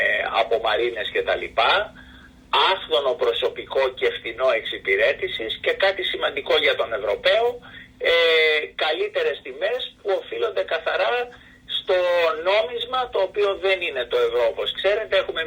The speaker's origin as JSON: {"language": "Greek", "country": "Greece"}